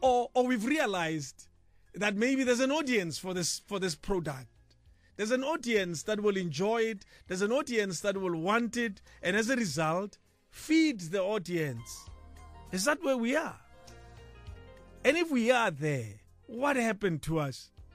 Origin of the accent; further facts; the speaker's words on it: Pretoria, Gauteng, South Africa; Yet I was raised in Pretoria.